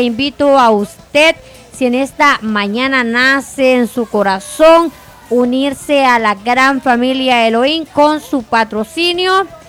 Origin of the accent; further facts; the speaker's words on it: Jucuapa, Usulután, El Salvador; Somos de Jucuapa, Usulután, El Salvador, estamos transmitiendo por acá.